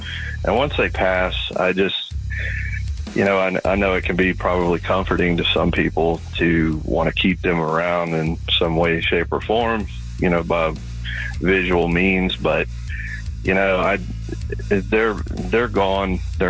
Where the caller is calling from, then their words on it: Loganville, Georgia, United States; I'm in Loganville.